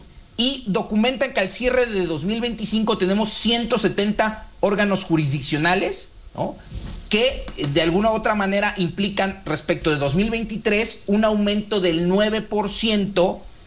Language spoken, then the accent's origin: Spanish; Mexico